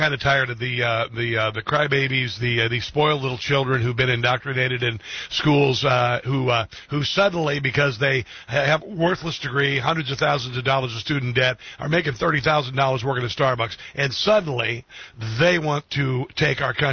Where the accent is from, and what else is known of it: United States